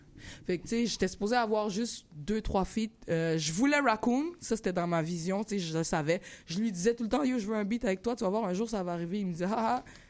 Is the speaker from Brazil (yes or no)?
no; Laval, Quebec, Canada; Je viens de Laval.